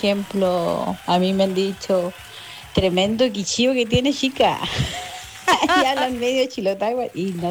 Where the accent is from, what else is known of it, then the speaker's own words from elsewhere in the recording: Aysén, Chile; Oye, Carito, yo he vivido en hartas partes del sur. Bueno, yo soy de Aysén.